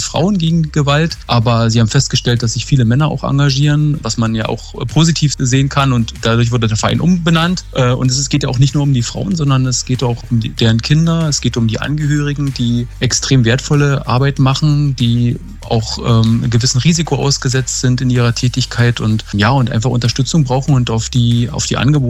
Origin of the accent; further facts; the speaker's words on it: Spremberg, Brandenburg, Germany; born there; now in Werder, Germany; Ich bin gebürtiger Spremberger und Energiefan seit 30 Jahren, aber privat, sag ich mal, in Werder gelandet.